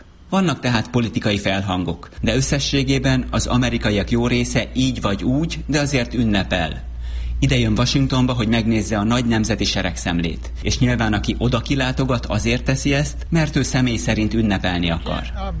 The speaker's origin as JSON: {"language": "Hungarian", "country": "Hungary", "said": "én magyar vagyok"}